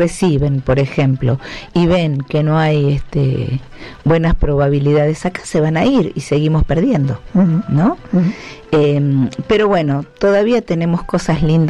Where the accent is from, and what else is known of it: Argentina